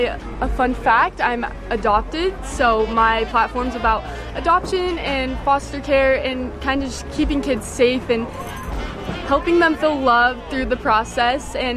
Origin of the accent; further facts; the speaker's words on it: Kamas, Utah, United States; Yeah, I'm also from Camas. We grew up dancing together